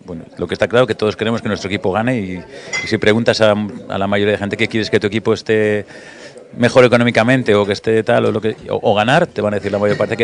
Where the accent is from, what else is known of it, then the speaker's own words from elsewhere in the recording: Valladolid, Castile and León, Spain; yo soy vallisoletano